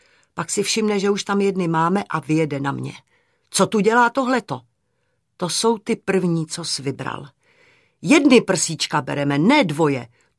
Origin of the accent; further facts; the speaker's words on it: Nymburk, Central Bohemian Region, Czechia; Já jsem vyrostla v Nymburce. Nymburk byl železniční uzel. Kdo nebyl zaměstnaný u dráhy, byl podezřelej.